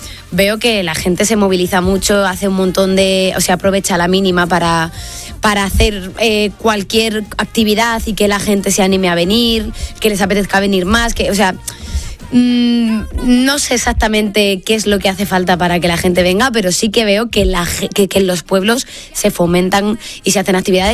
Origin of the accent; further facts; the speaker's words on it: Castile and León, Spain; Mi pueblo está en Meganzones.